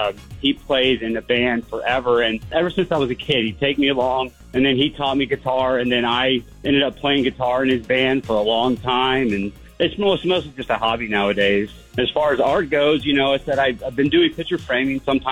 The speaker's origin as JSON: {"language": "English", "town": "Fort Worth", "region": "Texas", "country": "United States", "tie": "born or raised there", "said": "I'm 38. I'm from Fort Worth. Grew up in Texas, native Texan"}